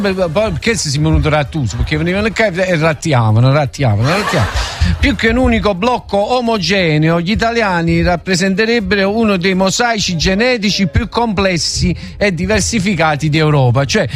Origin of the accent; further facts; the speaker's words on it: Southern Italy, Italy; noi del sud siamo un po' differenti da quelli del nord